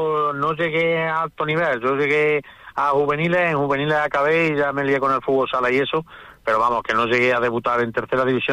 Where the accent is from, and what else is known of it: Pozoblanco, Andalusia, Spain